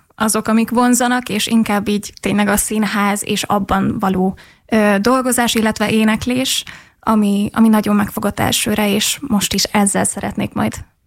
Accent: Vonyarcvashegy, Zala, Hungary; én vonyarcvashegyi származású vagyok.

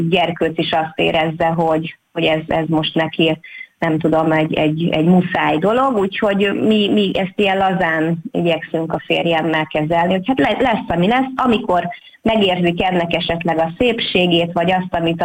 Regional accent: Pázmánd, Fejér, Hungary; Igen, én itt születtem Pázmándon, és ugye hagyományosan nem csak az én családomnak, a férjem családjának is, itt a pázmándi embereknek hagyományosan ez a háztáji szőlőművelés

